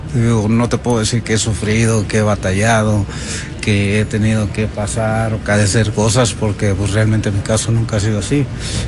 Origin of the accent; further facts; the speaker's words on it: Mexico City, Mexico; born there; Yo nací aquí en la Ciudad de México.